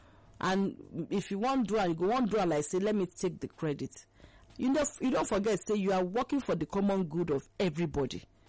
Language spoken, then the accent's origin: English; Akwa Ibom, Nigeria; I'm married to Abian man, I'm from Akwa Ibom.